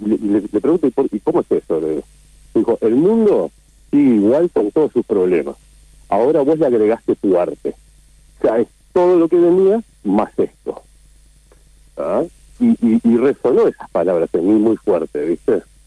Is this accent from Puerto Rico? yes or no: no; Uruguay; Pero no, soy bien uruguayo.